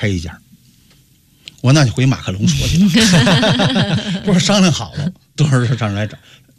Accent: China; 通过我们中国人自己的菜征服

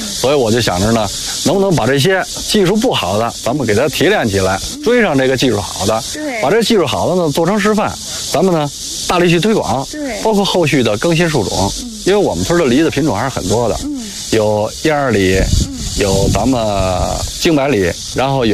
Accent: China; 因为我就是这村人，从小看着这村一点点变化

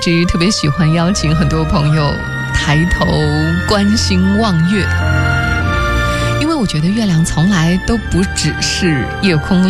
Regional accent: China; 我想这是我们中国人奉献给世界的礼物。

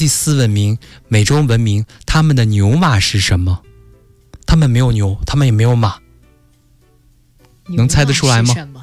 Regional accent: China

